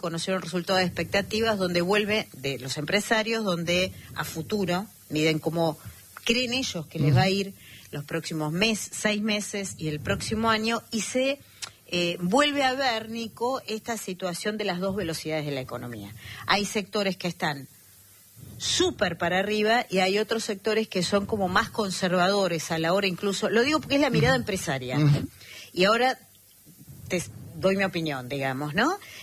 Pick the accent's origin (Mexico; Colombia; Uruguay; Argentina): Argentina; Y que habla mucho de cómo somos los argentinos.